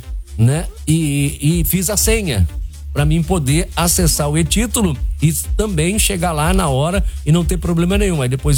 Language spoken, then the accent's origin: Portuguese; Rio Grande do Sul, Brazil; now in Santa Catarina, Brazil; Eu sou gaúcho. E daí, o meu título é daqui. É. Eu estou em Santa Catarina.